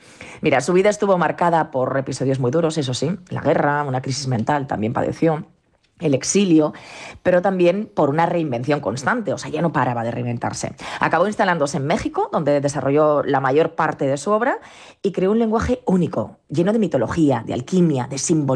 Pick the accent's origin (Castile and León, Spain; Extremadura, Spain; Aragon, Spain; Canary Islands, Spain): Aragon, Spain; Calatayud; Entonces estoy en Calatayud, ya sabes que este es mi pueblo, y oye, hace un día bastante bueno.